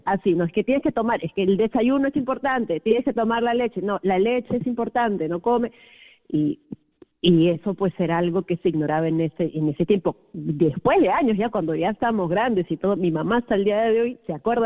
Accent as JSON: {"language": "Spanish", "region": "Lima", "country": "Peru", "tie": "born or raised there", "said": "En Lima, sí, correcto, en Lima, crecí en Lima"}